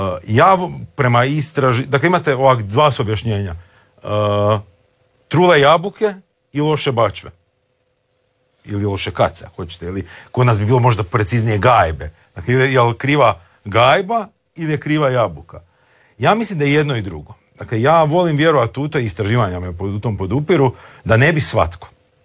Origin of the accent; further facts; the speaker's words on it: Slavonia, Croatia; moved away; Ja sam iz Slavonije, onda to redovno idem u Slavoniju.